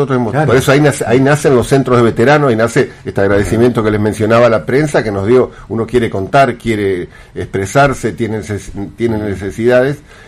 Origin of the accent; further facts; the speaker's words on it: Argentina; nos tiene que doler como argentino